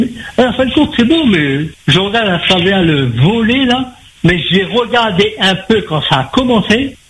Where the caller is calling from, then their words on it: Paris, Île-de-France, France; Moi, je suis sur Paris, et voilà, sur Paris, on le voit à 79%.